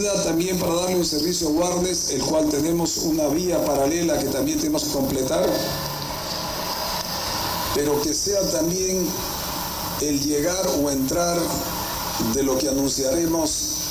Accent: Santa Cruz, Bolivia; moved away; mi infancia que pasé en Santa Cruz.

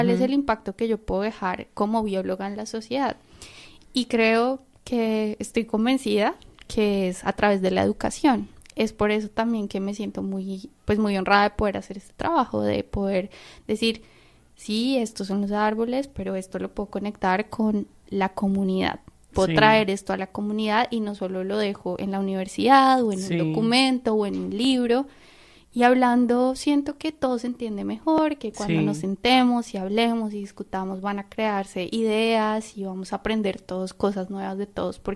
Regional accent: Bogotá, Colombia; now in Rochester, United States; yo crecí en Bogotá, que es la capital de Colombia, es una ciudad que tiene muchos árboles, pero que en realidad tú vives en conjuntos de edificios, no tanto en casas.

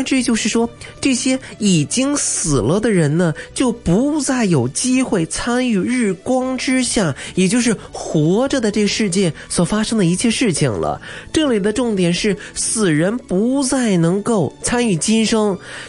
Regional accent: China

